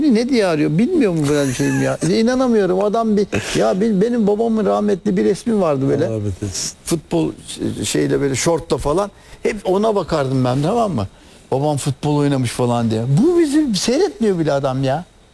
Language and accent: Turkish; Çorum, Turkey; Çorumluyuz, dünyadan sorumluyuz ya. … var bizim Çorum'da.